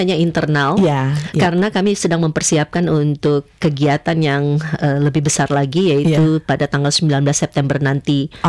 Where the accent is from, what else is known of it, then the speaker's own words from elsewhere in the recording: North Sulawesi, Indonesia; Nah, ini kebetulan dari bahasa di daerah saya ya. Minahasa Induk.